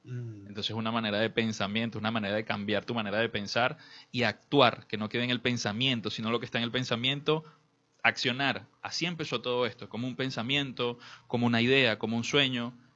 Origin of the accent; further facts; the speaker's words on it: Venezuela; Porque somos los mismos, es mi gente, es mi tierra. Y eso es por una de las cosas de las que estoy trabajando, para que fortalezcamos la comunidad de pizzeros acá en Venezuela